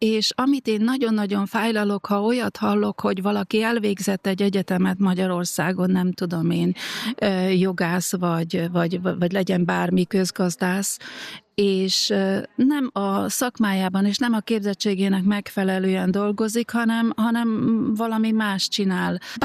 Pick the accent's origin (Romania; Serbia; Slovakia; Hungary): Slovakia; Southern Slovakia; now in Vienna, Austria; Én itt élek már több évtizede, de én egy felvidéki magyar vagyok, aki Bécsben él.